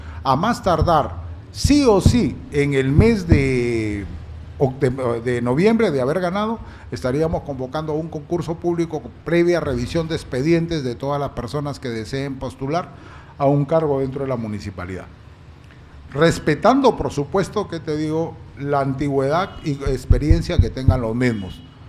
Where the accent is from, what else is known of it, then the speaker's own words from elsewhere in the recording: Tambogrande, Piura, Peru; mi pueblo